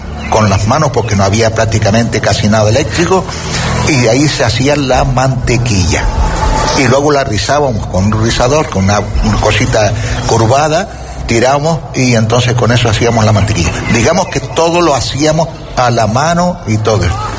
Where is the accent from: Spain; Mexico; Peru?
Spain; Canary Islands; born there; Hombre, yo soy nacido en Gran Canaria, ¿no? Pero cuando he venido aquí al sur hace 45 años, ya mi mujer me dijo, dice, de aquí yo no me muevo.